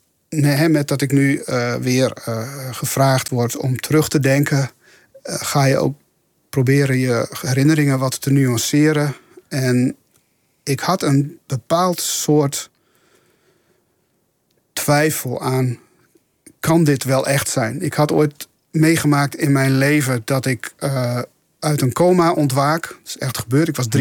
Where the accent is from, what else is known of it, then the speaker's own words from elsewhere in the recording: Friesland, Netherlands; Ik ben Fries, dus ik ben voor hen Heid.